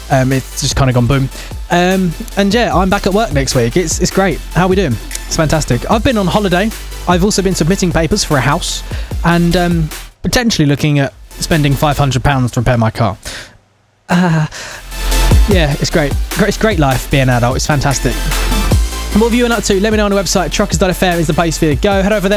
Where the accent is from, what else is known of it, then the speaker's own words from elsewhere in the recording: England, United Kingdom; I'm English